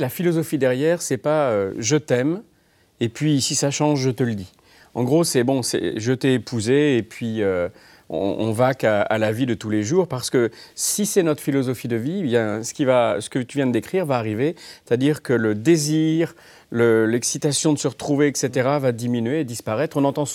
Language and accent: French; France; C'est pas juste parce qu'on est français, vous savez, avec cette image de romantisme.